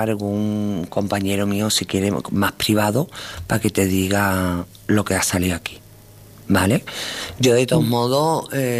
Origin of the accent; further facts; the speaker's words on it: Seville, Andalusia, Spain; Yo también soy de Sevilla.